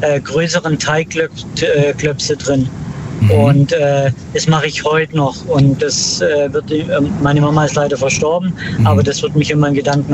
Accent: Baden-Württemberg, Germany; Aus dem Schwarzwald.

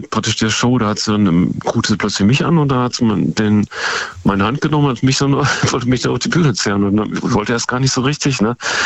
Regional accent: Osnabrück, Lower Saxony, Germany; Das war nur, wo ich in Osnabrück, meine Heimatstadt, gewohnt hatte, war mein Vater, der hat da noch gelebt.

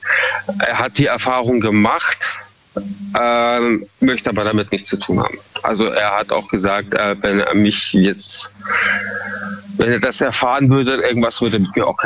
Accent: Munich, Bavaria, Germany; now in Freiburg, Germany; Also ich bin ursprünglich aus Bayern, ja, Münchner Kindl. Und bewusst bin ich damals eben nach Eichstätten, also nach Freiburg gezogen

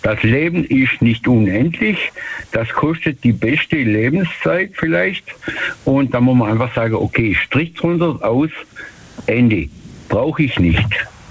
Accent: Germany; Ich bin bei einem tschechischen Motorradclub als Deutscher, als Einzigster.

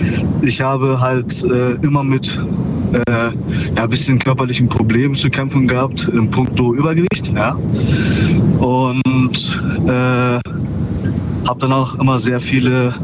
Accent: Ravensburg, Baden-Württemberg, Germany; Aus Ravensburg.

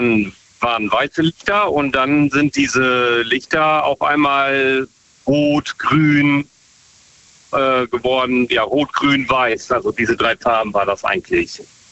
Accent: Bunde, Lower Saxony, Germany; aus Ostfriesland.

